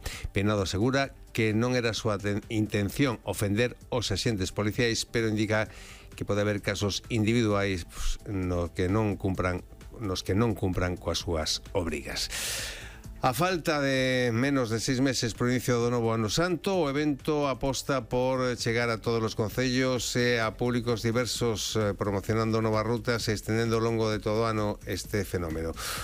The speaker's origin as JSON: {"language": "Galician", "town": "Vigo", "region": "Galicia", "country": "Spain", "said": "Que che vou dicir eu que son de Vigo."}